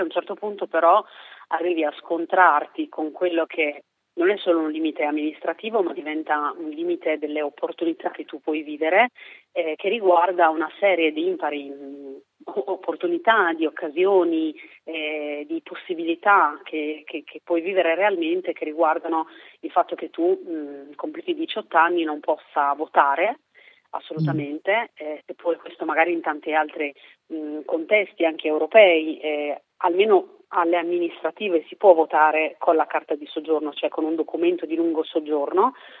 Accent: Reggio Emilia, Emilia-Romagna, Italy; io sono di Reggio Emilia, mi sono affacciata all'università dovendomi spostare, facendola pendolare a Bologna

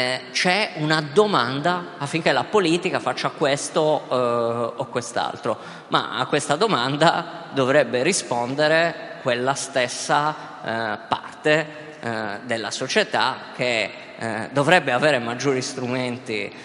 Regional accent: Sardinia, Italy; siccome sono sardo, quando venivo nella penisola magari venivo valutato attraverso stereotipi

